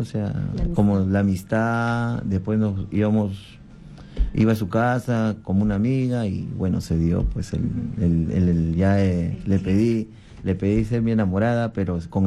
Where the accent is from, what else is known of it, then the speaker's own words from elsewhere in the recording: Callao, Peru; Bueno, nosotros somos del Callao, de la parroquia El Buen Pastor, está acá en el Callao